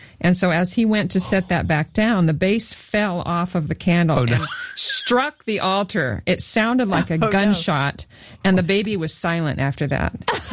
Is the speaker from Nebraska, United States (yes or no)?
yes; Grand Island, Nebraska, United States; the church I grew up in Grand Island, Nebraska.